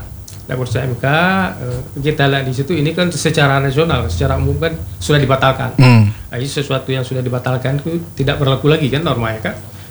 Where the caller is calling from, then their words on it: Indonesia; Di Pusung Baru, Kecamatan Badas.